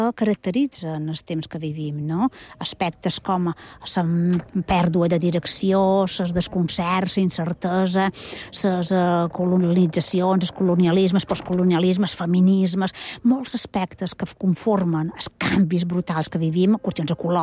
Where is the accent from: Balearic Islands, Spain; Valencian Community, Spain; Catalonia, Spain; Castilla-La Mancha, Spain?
Balearic Islands, Spain; som menorquina i som professora a la Universitat de Barcelona